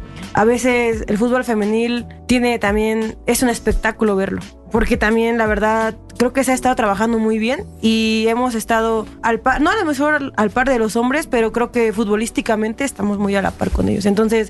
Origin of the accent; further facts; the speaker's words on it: Ciudad Altamirano, Guerrero, Mexico; moved away as an adult; also born or lived in Michoacán; yo soy originaria de Ciudad Altamirano, Guerrero. Nací en Michoacán, pero toda mi vida la viví allá hasta que me vine a estudiar a la universidad para acá.